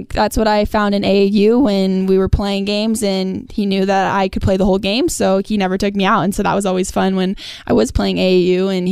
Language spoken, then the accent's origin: English; Montana, United States; my home state